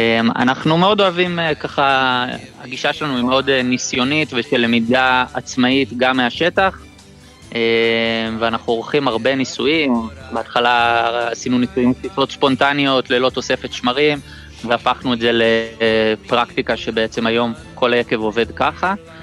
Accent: Harashim, Northern District, Israel; אנחנו בעצם גדלנו על ברכיו של יקב הר מירון

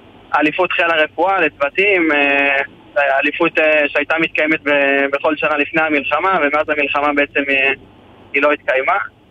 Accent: Jerusalem, Jerusalem District, Israel; אני מירושלים, אני בן 22

